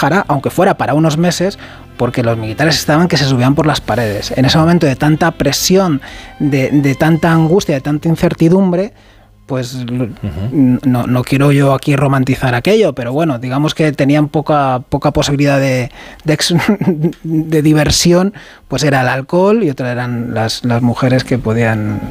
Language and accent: Spanish; Spain; la sensación que tenemos como pueblo español